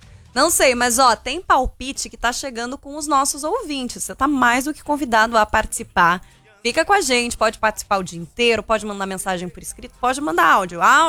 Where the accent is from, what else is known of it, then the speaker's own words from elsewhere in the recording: Curitiba, Paraná, Brazil; A gente vai primeiro pra Curitiba, é isso? Vamos pra minha terra, então. A gente vai pra capital paranaense